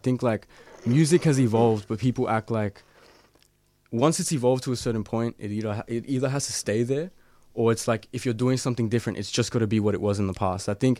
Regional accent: Australia; accent: Aussie; people are almost ashamed of being Aussie. Because my background is, I'm Latino, you know, but I grew up here.

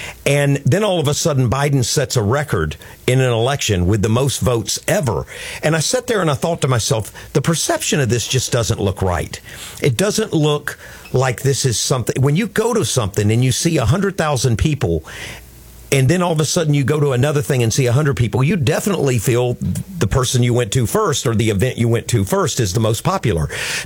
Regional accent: Georgia, United States; Georgia, where I'm from, my home state of Georgia

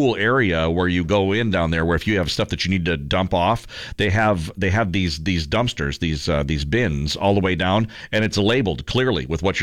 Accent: Midwest, United States; we're all from the Midwest, so who doesn't have a bag of bags at their house right now?

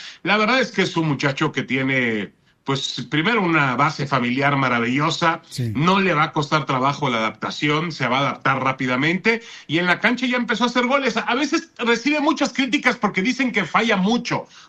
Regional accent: Newport Beach, California, United States; No, porque no, yo ahí vivía. Yo soy nativo de ahí.

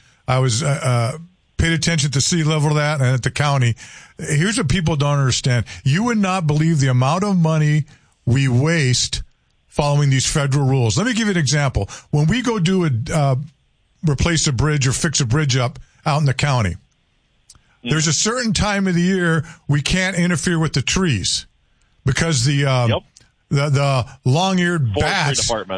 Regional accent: United States; nothing personal against any, but I'm an American.

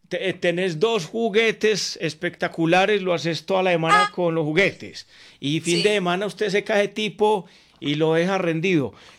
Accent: Medellín, Antioquia, Colombia; now in Paris, France; yo tengo 35 años, vivo en París, Francia, bonjour, soy de Medellín

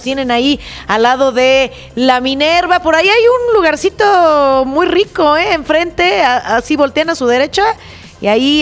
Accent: Guadalajara, Jalisco, Mexico; la Perla Tapatía, mi tierra bonita, querida

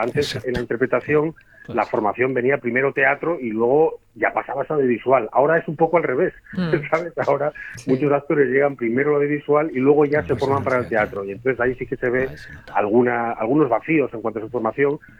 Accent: Lugones, Asturias, Spain; mi pueblo, Lugones, yo soy asturiano

